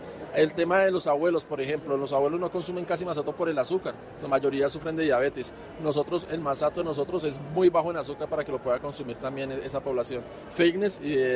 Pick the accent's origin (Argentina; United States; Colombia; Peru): Colombia; Bogotá; Mi papá tiene herencia caldense y soy rolo por parte de mi mamá, pero yo soy nacido aquí en Bogotá, amo Bogotá.